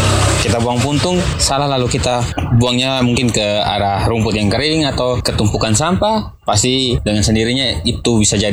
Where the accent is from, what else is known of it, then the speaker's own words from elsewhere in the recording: Kupang, East Nusa Tenggara, Indonesia; saya dari Naimata, Penfui.